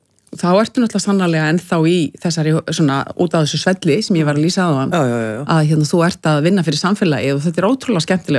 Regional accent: Reykjavík, Capital Region, Iceland; en ég uppalinn í Reykjavík, skólagangan var hérna í Breiðholtinu sko

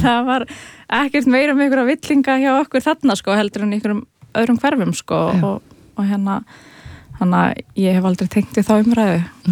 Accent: Reykjavík, Capital Region, Iceland; Herra, ég ólst upp í Breiðholti og var í Hólabrekkskóla og flutti hana í hérna, Gaggó í Fossvoginn

